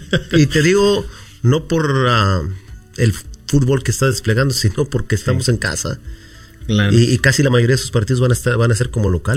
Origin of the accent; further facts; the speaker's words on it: Mexico; now in United States; somos mexicanos y vivimos en este país